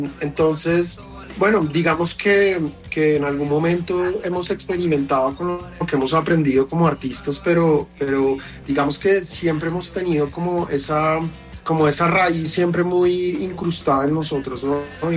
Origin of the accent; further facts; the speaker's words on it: Colombia; now in Germany; nuestra música colombiana, que es tan rica